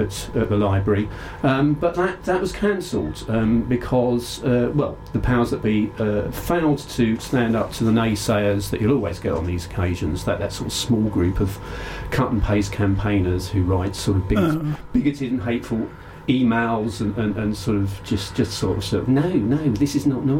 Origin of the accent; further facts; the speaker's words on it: Rayleigh, East of England, United Kingdom; Growing up in Rayleigh, Essex, in the shadow of Section 28, I spent a lot of my childhood correcting myself, trying not to give away my true identity.